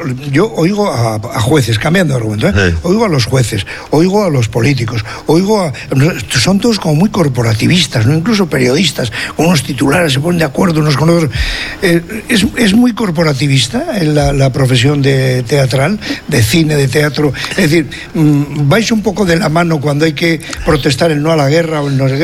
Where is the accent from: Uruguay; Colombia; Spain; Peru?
Spain; Santurce, Basque Country; a ver, mira, soy de Santurce.